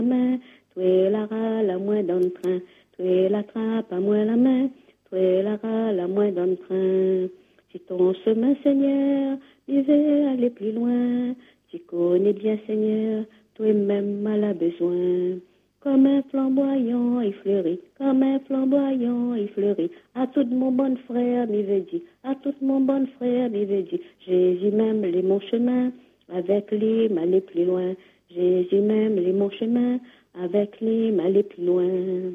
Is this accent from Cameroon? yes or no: yes; Cameroon; on vient du Cameroun, on parle français